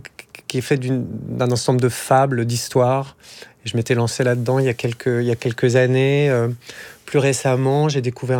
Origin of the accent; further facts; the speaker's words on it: Paris, Île-de-France, France; born there; Je suis né à Paris, mais on est vite allé habiter à la campagne quand j'étais petit.